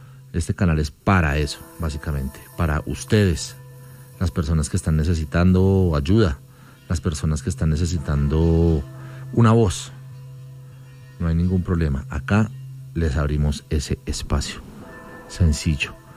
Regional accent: Colombia

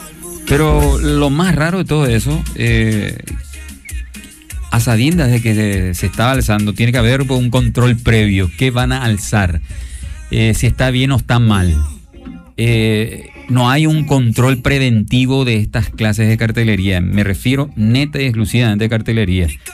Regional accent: Paraguay; como paraguayo te digo.

